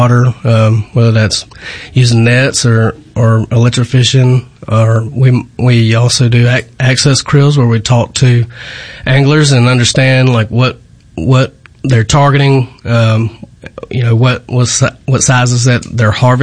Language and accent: English; Jackson, Mississippi, United States; Well, I grew up here in Northeast Jackson, kind of running all the creeks and rivers in the woods barefooted, you know, as most of us or a lot of us do around here, that love hunting and fishing